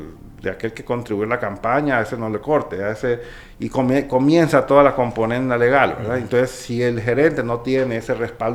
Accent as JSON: {"language": "Spanish", "country": "Honduras"}